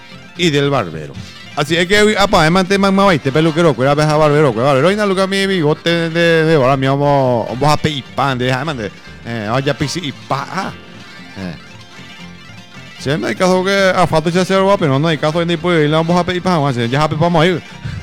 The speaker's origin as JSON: {"language": "Spanish", "country": "Paraguay", "said": "El paraguayito me reconoció por muchas cosas. Así somos los paraguayos."}